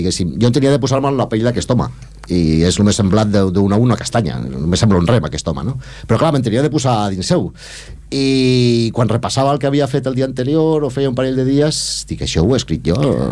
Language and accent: Catalan; Barcelona, Catalonia, Spain; now in Esplugues de Llobregat, Spain; vaig néixer a Barcelona i vivia al barri de les Corts. Llavors em vaig casar i és com vaig venir cap aquí.